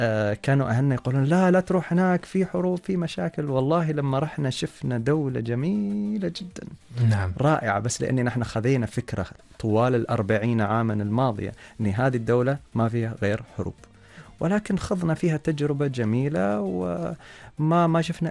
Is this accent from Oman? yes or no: yes; Oman; أنا من سلطنة عمان.